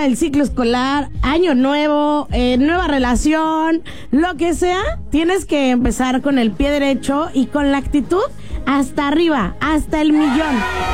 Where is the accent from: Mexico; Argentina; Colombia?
Mexico; estamos orgullosos de ser mexicanos, aunque en realidad somos mexicanos desde que nacimos.